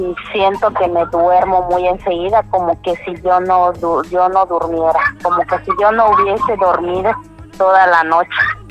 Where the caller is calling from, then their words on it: Chetumal, Quintana Roo, Mexico; Aquí de Chetumal.